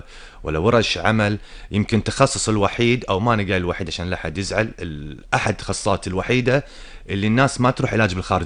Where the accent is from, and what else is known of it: Kuwait